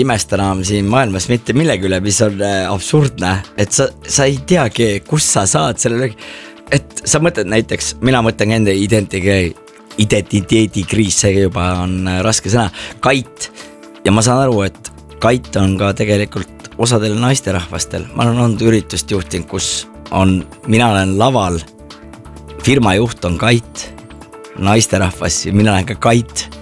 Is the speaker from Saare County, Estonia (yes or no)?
no; Võru, Võru County, Estonia; moved away; ma olen ka Võrust pärit